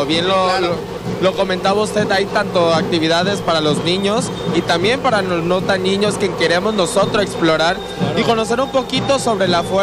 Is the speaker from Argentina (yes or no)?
no; Mexico; es algo que nosotros como mexicanos reconocemos